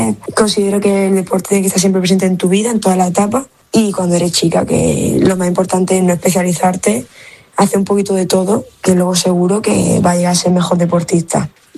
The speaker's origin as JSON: {"language": "Spanish", "town": "Almería", "region": "Andalusia", "country": "Spain", "moved": "yes", "lives_now": "Seville, Spain", "said": "Para mí Almería siempre será casa, es y siempre será mi ciudad."}